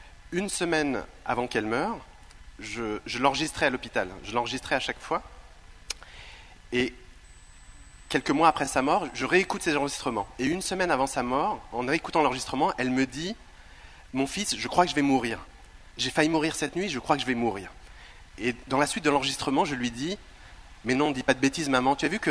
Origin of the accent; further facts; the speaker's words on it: Beaugency, Centre-Val de Loire, France; moi, je suis né à Beaugency, c'est-à-dire à 21 km de Chambord.